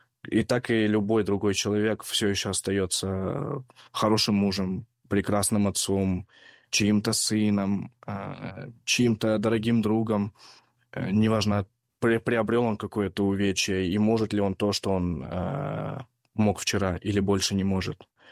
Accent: Russia; born there; слава богу, опять же, что я родился в России.

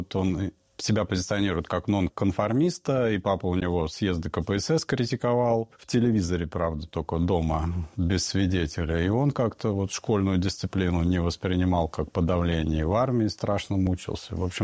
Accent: Polysayevo, Kemerovo Oblast, Russia; born there; Родился в Кемеровской области, Полываево, поселок Шахтеров.

